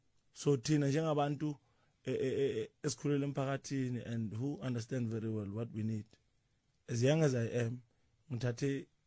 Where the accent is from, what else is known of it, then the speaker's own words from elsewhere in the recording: South Africa; I believe ukuthi as a South African it's my duty. As a South African it's my duty to make sure that our home stays our home.